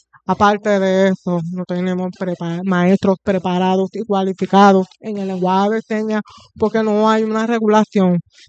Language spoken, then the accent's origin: Spanish; Ponce, Puerto Rico; Yo soy la que le digo empanadilla, porque yo vengo de Ponce, pero pues acá le dicen este pastelillo.